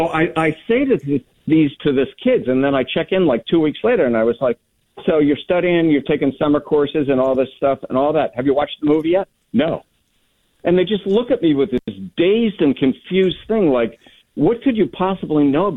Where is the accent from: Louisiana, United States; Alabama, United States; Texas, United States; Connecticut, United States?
Connecticut, United States; Fairfield; now in Cape Cod, United States; So that guy that called me, I grew up in Fairfield down on the Golden Coast there, and it changed radically in the time I was there. I had to get the hell out. Came to Massachusetts. It was better on Cape Cod.